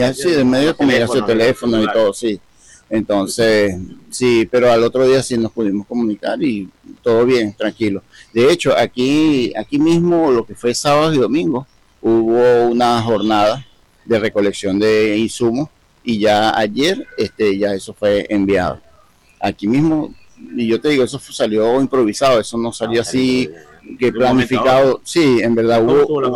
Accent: Caracas, Capital District, Venezuela; moved away as an adult; now in Manta, Ecuador; yo soy de Caracas, pero tengo familia en Mérida.

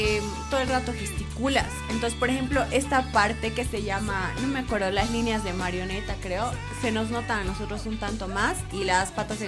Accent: Cochabamba, Bolivia; yo no soy de La Paz, soy de Cochabamba. Han pensado que me afectó la altura porque me vine de Cochabamba a La Paz.

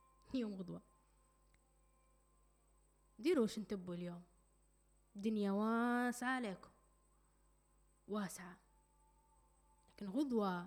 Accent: Libya; احنا كليبيين وتربينا في عائلات

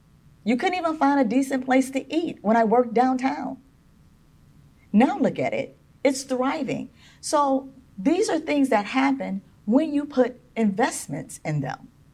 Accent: Fort Myers, Florida, United States; I'm from Dunbar. I love Dunbar.

